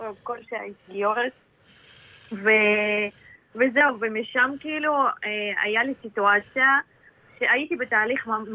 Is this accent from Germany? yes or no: no; Czechia; Hebrew is a second language; now in Israel; עליתי מצ'כיה.